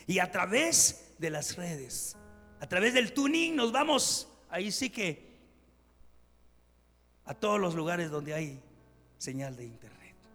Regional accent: Guatemala

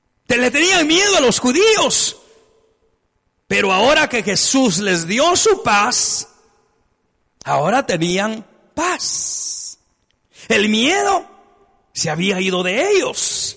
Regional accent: Guatemala; Todos en Guatemala salíamos, entrábamos, íbamos a la tienda, íbamos al mercado, íbamos al trabajo, tranquilos, felices.

